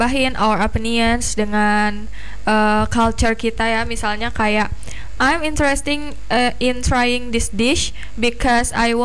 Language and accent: Indonesian; Padang, West Sumatra, Indonesia; Karena itu udah disesuaikan sama selera kita orang Padang.